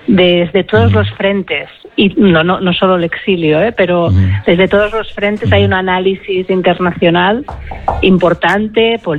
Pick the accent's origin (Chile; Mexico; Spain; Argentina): Spain; Catalonia; claro, yo como catalana pues desconocía, ¿no?